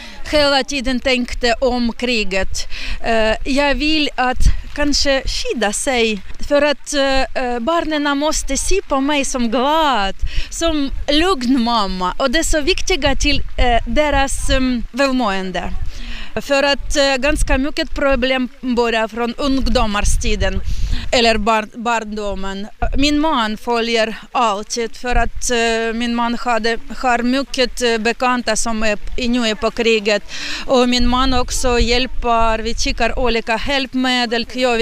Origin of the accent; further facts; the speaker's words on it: Kharkiv, Kharkiv Oblast, Ukraine; Swedish is a second language; moved away as an adult; now in Pargas, Finland; jag är från Charkiv